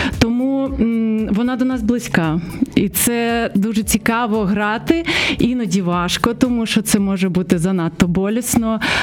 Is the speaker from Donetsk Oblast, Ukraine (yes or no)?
yes; Mariupol, Donetsk Oblast, Ukraine; Я родом з Маріуполя, і мені здається, що я вірю в те, що людину створюють ландшафти. І, звісно, на нас впливає і те, що я виросла на морі